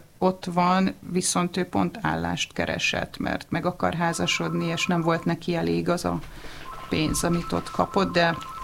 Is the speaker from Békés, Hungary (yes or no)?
no; Budapest, Hungary; Tehát én Budapesten születtem, Budapesten éltem mindig.